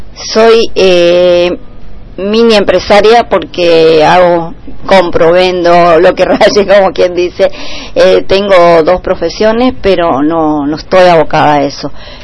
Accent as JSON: {"language": "Spanish", "region": "Chaco", "country": "Argentina", "also_born_or_lived": "Córdoba", "said": "los chaqueños tenemos algo especial, soy orgullosa de ser chaqueña"}